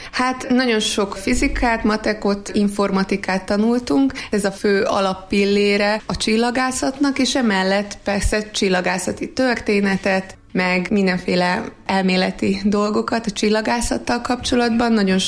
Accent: Mátraverebély, Nógrád, Hungary; moved away as an adult; also born or lived in Bátonyterenye; Én Mátra Verebéből származom, ez egy kis falu Nógrád megyében.

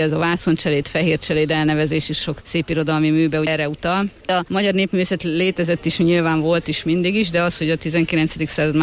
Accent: Somogy, Hungary; Hát ugye én somogyi vagyok, kicsit hazabeszélek

